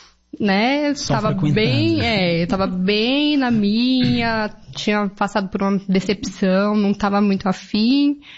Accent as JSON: {"language": "Portuguese", "region": "São Paulo", "country": "Brazil", "tie": "born or raised there", "said": "É, porque eu sou paulistana, né? Nascida e criada em São Paulo."}